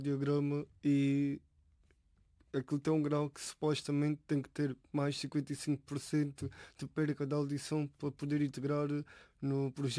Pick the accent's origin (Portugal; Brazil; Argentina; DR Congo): Portugal; Elvas, Alentejo; now in Évora, Portugal; eu sou atleta surdo, sou leitiano, sou de Elvas, mas neste momento estou a viver em Évora